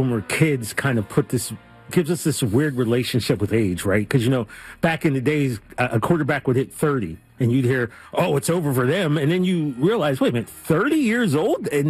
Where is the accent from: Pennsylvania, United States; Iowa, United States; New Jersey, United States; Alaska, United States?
Pennsylvania, United States; My whole life. I'm from Pennsylvania.